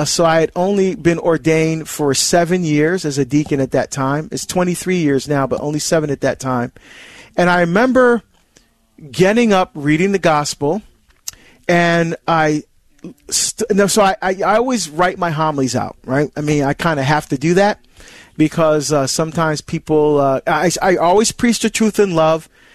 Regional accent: Barbados; very popular in my country, my home country of Barbados. In fact, when my daughter Angela and I go home, or when I call home Barbados, that's where I'm from, right?

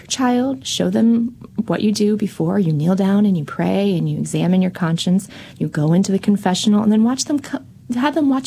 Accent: Rolla, Missouri, United States; I'm from Rolla, so he married the townie.

